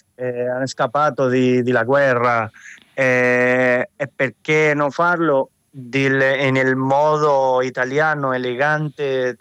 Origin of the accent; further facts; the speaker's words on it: Venezuela; Italian is a second language; Io sono nato in Venezuela e sono innamorato sempre della cultura italiana. Mio padre viene da Bari, è nato in Bari, sempre ho cresciuto con questa con la mia famiglia italiana in Venezuela.